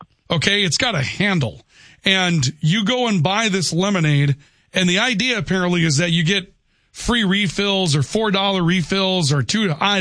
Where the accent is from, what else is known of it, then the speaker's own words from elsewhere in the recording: Valley City, North Dakota, United States; my hometown of Valley City